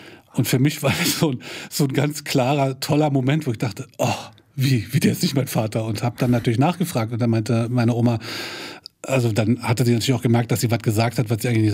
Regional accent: Berlin, Germany; Also 6, 7 Jahre alt und bin dann in so eine klassische DDR-Schule gekommen in Lichtenberg, was ja auch die Hochburg der Stadtsicherheit war.

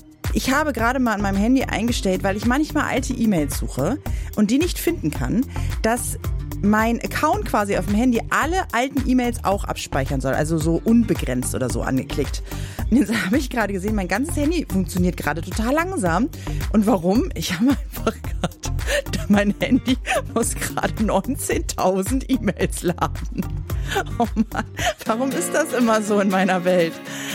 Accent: Germany; so ist das nun mal hier als Deutsche

